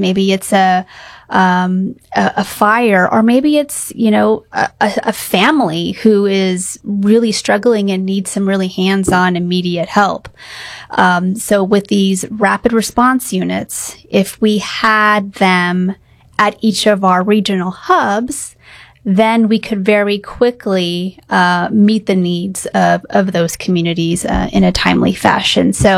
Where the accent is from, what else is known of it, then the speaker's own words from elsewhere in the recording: San Antonio, Texas, United States; Especially growing up in the Catholic community in San Antonio.